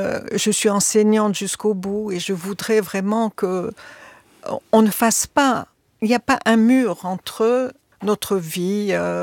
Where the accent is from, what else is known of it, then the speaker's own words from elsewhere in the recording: Tunisia; Chez nous, en Tunisie, voilà.